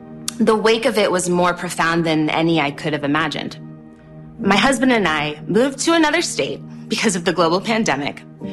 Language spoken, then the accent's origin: English; Texas, United States; I grew up in Texas, I'm half Nigerian, I hardly handle the cold at all.